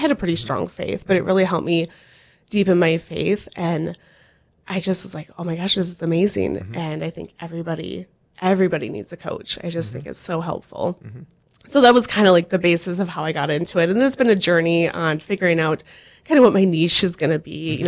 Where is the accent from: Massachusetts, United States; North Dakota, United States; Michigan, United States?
North Dakota, United States; Buchanan